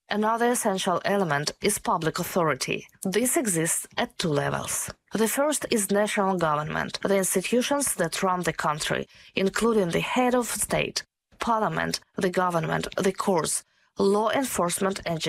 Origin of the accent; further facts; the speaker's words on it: Ukraine; now in New Zealand; I grew up in Ukraine, where New Year has always been a winter celebration.